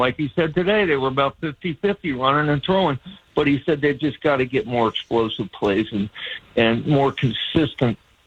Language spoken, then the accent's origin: English; Cincinnati, Ohio, United States; now in Los Angeles, United States; Well, we got a win today, and I'm sure my hometown Cincy fans are happy about that.